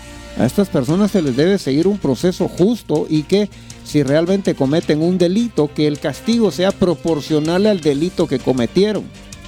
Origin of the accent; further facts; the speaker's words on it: Guatemala; Eso es algo que como guatemaltecos no podemos ver.